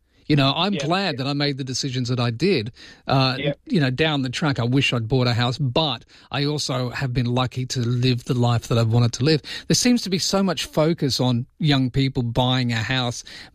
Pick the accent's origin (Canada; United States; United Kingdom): United Kingdom; England; now in Australia; Australia, obviously, because I live here and I love it. But it doesn't mean that I'm not English anymore.